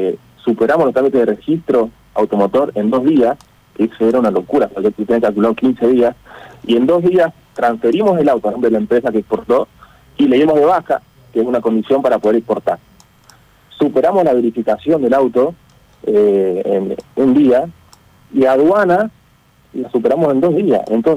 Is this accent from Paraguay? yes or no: no; Argentina; eso me llena de orgullo a mí como argentino